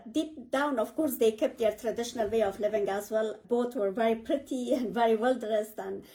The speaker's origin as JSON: {"language": "English", "region": "Kabul", "country": "Afghanistan", "tie": "born or raised there", "second_language": "English", "said": "I was born in Kabul city and I lived in different parts of the city, mainly in Sharanao and also in Makrorayon later."}